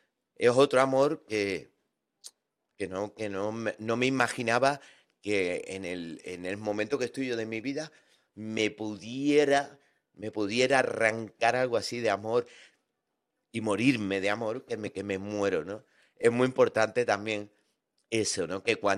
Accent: Granada, Andalusia, Spain; born there; Aquí en Sevilla hay musicazos de música urbana, en mi tierra, en Granada.

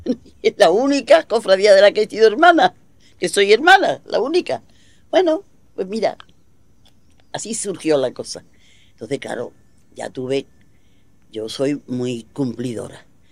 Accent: Seville, Andalusia, Spain; desde que mi madre y mis padres se trasladaron desde Triana, donde yo nací, en el barrio de Voluntad, a la Puerta del Arenal. Yo, mi infancia, ya de jugar en la calle y eso, fue en la Puerta del Arenal

